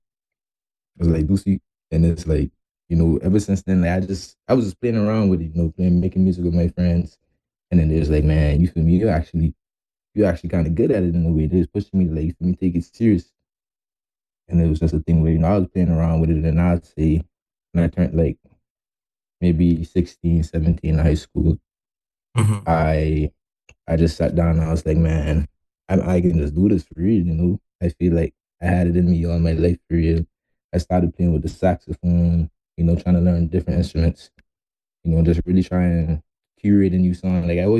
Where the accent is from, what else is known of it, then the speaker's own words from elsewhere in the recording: North Caicos, Turks & Caicos Islands; I grew up in North Caicos, right?